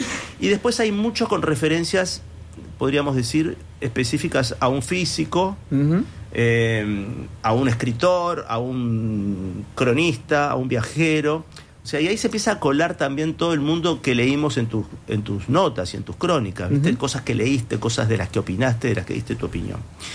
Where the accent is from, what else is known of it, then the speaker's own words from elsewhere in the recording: Montevideo, Uruguay; para los montevideanos, yo que soy montevideano